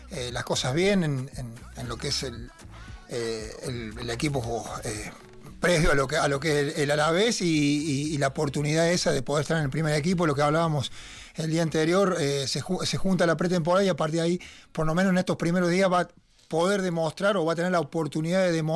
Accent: Argentina; soy argentino y la verdad que se sufrió mucho, mucha tensión.

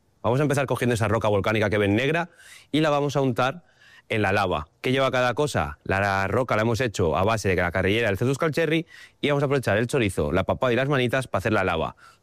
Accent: Zamora, Castile and León, Spain; now in Vitoria-Gasteiz, Spain; Yo soy zamorano, pero me he criado aquí como cocinero

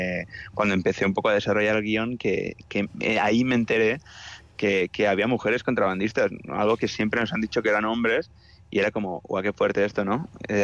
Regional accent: Navarre, Spain; yo soy de Navarra, yo soy del norte y bueno, pues la muga la tenemos muy cerca. Y evidentemente, pues bueno, mis ancestros, pues hay contrabandistas

